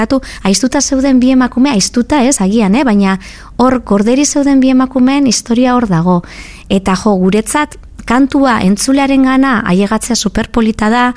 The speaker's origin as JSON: {"language": "Basque", "town": "Durango", "region": "Basque Country", "country": "Spain", "said": "Bueno, kantu hau egiten ni Durangarra naiz eta kantu hau egin nahi genien sorginei, ez?"}